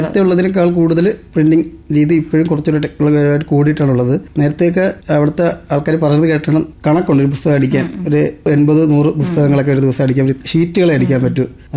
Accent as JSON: {"language": "Malayalam", "town": "Varkala", "region": "Kerala", "country": "India", "tie": "born or raised there"}